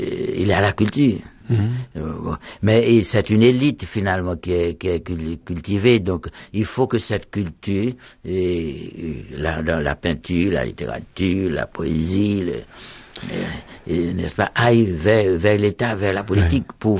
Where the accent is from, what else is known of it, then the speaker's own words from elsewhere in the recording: Jacmel, Sud-Est, Haiti; c'est ce qui m'a frappé quand je suis arrivé dans ma ville natale, surtout.